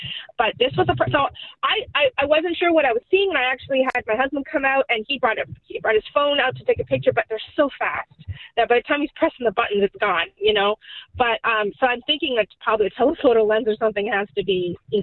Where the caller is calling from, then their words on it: Easton, Massachusetts, United States